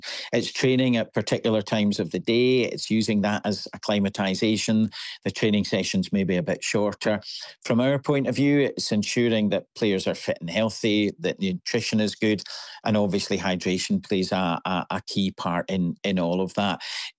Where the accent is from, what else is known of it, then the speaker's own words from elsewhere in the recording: Scotland, United Kingdom; And of course, everybody knows I'm from Scotland in the stadium. It's kind of hard to hide.